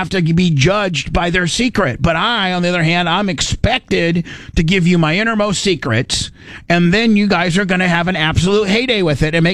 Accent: Midwest, United States; As just a regular kid growing up in the Midwest

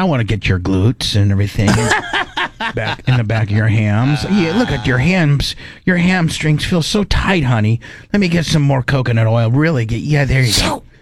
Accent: Indiana, United States; I was raised in Indiana with a Florida kicker.

